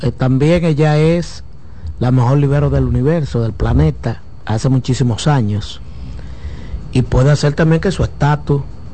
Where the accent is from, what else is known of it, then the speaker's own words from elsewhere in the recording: Dominican Republic; yo soy dominicano.